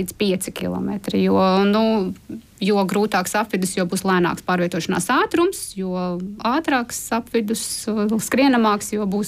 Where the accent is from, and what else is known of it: Jelgava, Zemgale, Latvia; born there; also born or lived in Viļaka